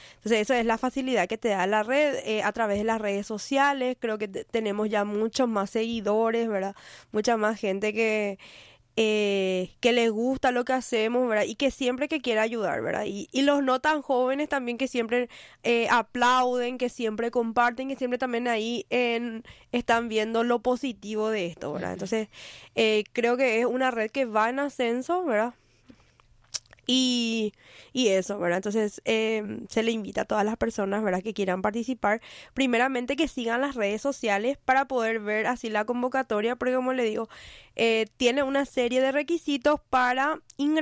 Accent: Asunción, Paraguay; pero yo soy del Bañado Sur, ¿verdad? Actualmente no estoy viviendo ahí, pero siempre mi corazón quedó ahí, ¿verdad?

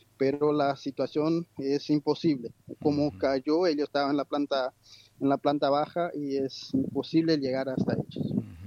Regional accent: Paraguay; Estamos compuestos por Chile, chilenos, brasileños, argentinos y yo como paraguayo.

